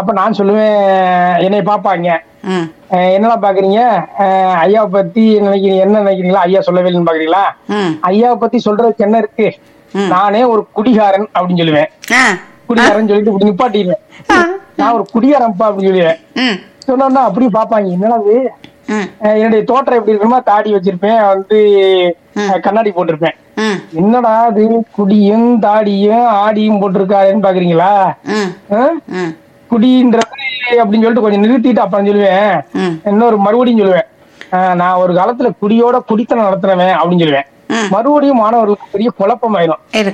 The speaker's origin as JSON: {"language": "Tamil", "town": "Karaikudi", "region": "Tamil Nadu", "country": "India", "tie": "born or raised there", "also_born_or_lived": "Mannargudi / Paramakudi", "said": "என்னுடைய சொந்த ஊர் வந்து எஸ் காரைக்குடி என்ற ஒரு ஊரு, சிற்றூர். நான் முத முதல்ல வேலை பார்த்தது வந்து மன்னார்குடி, அதுக்கப்புறம் வேலை பார்த்தது பரமக்குடி."}